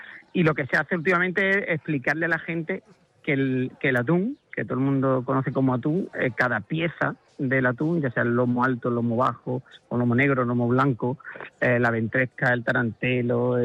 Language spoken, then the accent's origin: Spanish; Andalusia, Spain; Yo digo que Villarreal está a 40 kilómetros de todo, porque está a 40 kilómetros de Huelva capital, está a 45 de Sevilla, está a 42 del Rocío